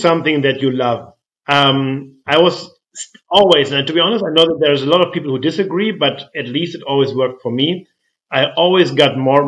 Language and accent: English; Flensburg, Schleswig-Holstein, Germany; I come from Flensburg, northern Germany.